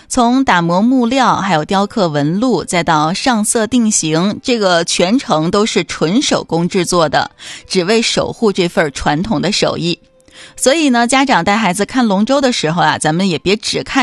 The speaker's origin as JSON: {"language": "Chinese", "country": "China", "said": "那也这是正是我们中国人的团队精神。"}